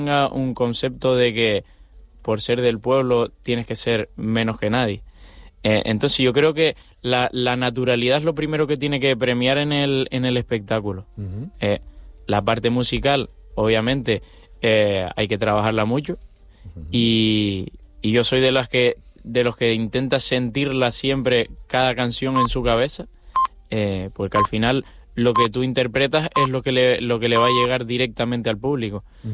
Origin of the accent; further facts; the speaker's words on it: La Orotava, Canary Islands, Spain; Yo soy de la parte alta de La Orotava, entre camino de Yasna y Benijo